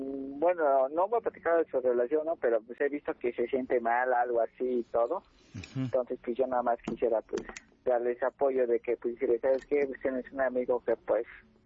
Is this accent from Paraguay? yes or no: no; Tlalnepantla de Baz, State of Mexico, Mexico; Bueno, yo soy de aquí, de Tlalnepantla de Baix, nada más que trabajo aquí por Puente de Vigas.